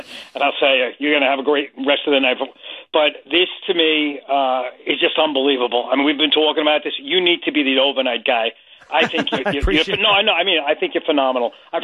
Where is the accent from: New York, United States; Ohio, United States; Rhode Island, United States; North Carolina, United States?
New York, United States; Five Towns; I grew up in the Five Towns